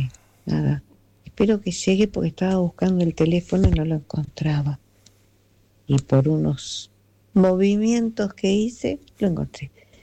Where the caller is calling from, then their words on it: Santa Clara, Uruguay; de Santa Clara.